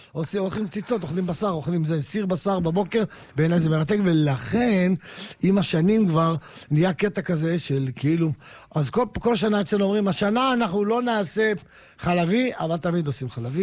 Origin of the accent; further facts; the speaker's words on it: Morocco; ואני כמרוקאי, מזרחי, שלא אכלנו חלב מעולם בילדות שלנו, לא היה.